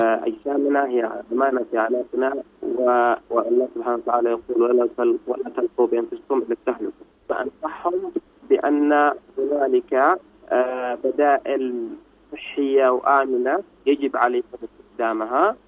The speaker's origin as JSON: {"language": "Arabic", "country": "Yemen", "said": "وعندنا في اليمن غالبا السبب يكون وقات"}